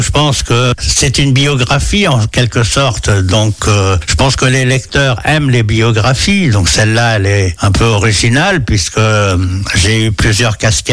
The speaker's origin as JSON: {"language": "French", "town": "Tuffé", "region": "Pays de la Loire", "country": "France", "tie": "born or raised there", "lives_now": "Lombron, France", "said": "Tuffet, mon village natal"}